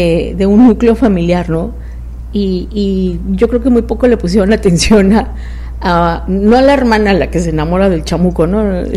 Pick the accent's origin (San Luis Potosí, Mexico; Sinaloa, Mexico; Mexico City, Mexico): Mexico City, Mexico; born there; also born or lived in Tabasco; now in Tijuana, Mexico; Bueno, yo he vivido en ciudades, por ejemplo, como la Ciudad de México. Bueno, nací en la Ciudad de México. Toda mi familia es de la Ciudad de México.